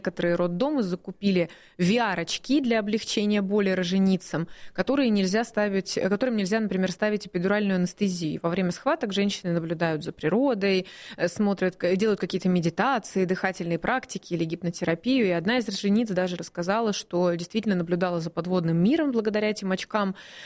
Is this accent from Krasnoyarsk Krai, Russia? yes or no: yes; Krasnoyarsk, Krasnoyarsk Krai, Russia; ну раз вы мой родной Красноярск упомянули, то я всем красноярцам передаю большой привет, потому что это мой родной город. Родилась я хоть и в Красноярске 45, но выросла я в Красноярске, и в первый класс там пошла и в садик пошла.